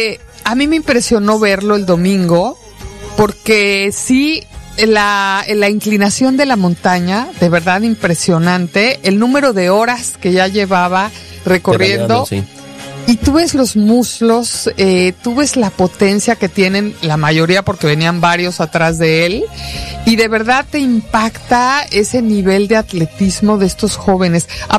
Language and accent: Spanish; Mexico; Siento que como mexicanos debemos de sentirnos sumamente orgullosos